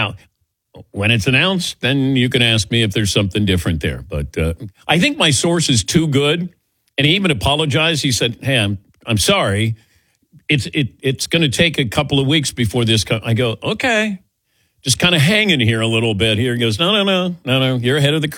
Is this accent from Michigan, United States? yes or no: no; Ohio, United States; I did growing up, but I grew up when Jim Brown was the running back.